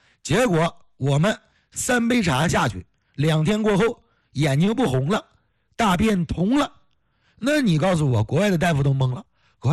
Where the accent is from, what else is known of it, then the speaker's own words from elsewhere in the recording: China; 是我生长在中华呀，生长在中国呀，土生土长的苗正根红的中国人呢